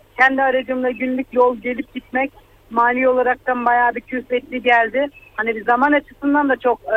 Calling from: Kayseri, Turkey; Kayseri'den, selamlar.

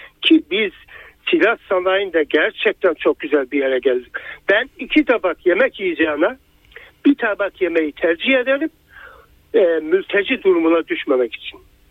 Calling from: Sakarya, Turkey; Ben Sakarya'dan

